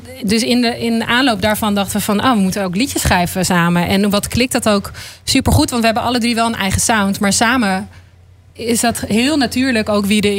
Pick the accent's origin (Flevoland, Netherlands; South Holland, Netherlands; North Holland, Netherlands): Flevoland, Netherlands; Zeewolde; Ik ben opgegroeid in Zeewolde, ja. Dus ja. Ik voel me helemaal thuis hier.